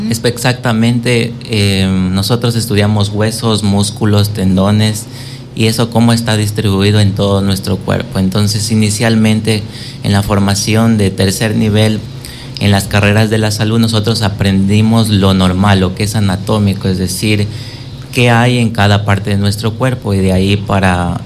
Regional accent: Celica, Loja, Ecuador; moved away; Yo soy de la provincia de Loja.

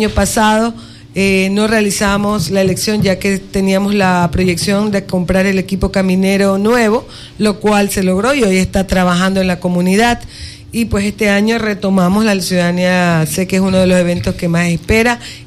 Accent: Buena Fe, Los Ríos, Ecuador

